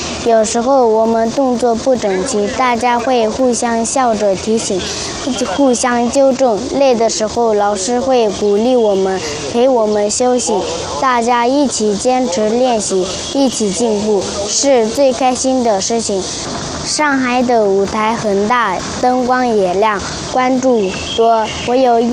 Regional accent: Namling County, Tibet, China; 我们都是南宁县的

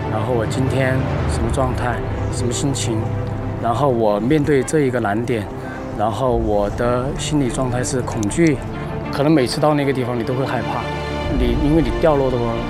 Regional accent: Chongqing, China

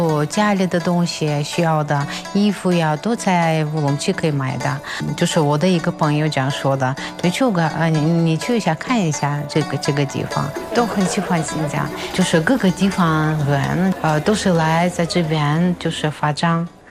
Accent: Novosibirsk, Novosibirsk Oblast, Russia; Chinese is a second language; moved away as an adult; now in Karamay, China; 在这边工作了已经六年了。那我是俄罗斯人，我来自新西伯利亚。

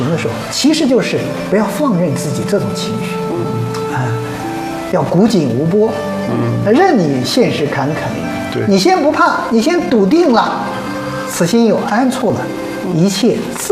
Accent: China; 我们中国人

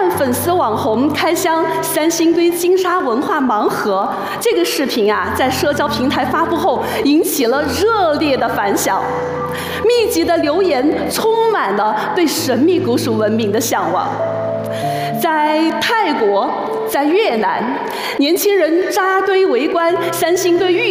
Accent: Guanghan, Sichuan, China; 我是土生土长的广汉人，三星堆就在我家门口。

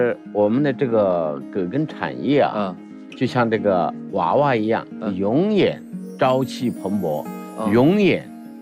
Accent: Zhongxiang, Hubei, China; 我是来自湖北钟祥市。

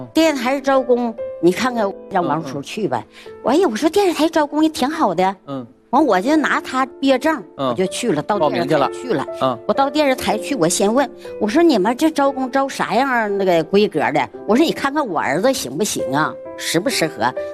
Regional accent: Qiqihar, Heilongjiang, China; 我是从黑龙江省齐齐哈尔来的。

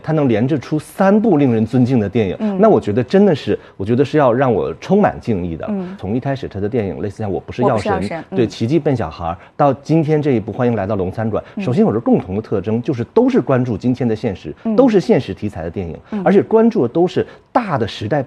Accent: China; 我们非常荣幸生活在中国，因为我们作为中国人来讲

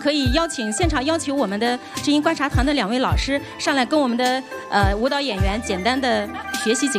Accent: Yan'an, Shaanxi, China; 给大家呢带了一点家乡的特产啊、我们延安的苹果

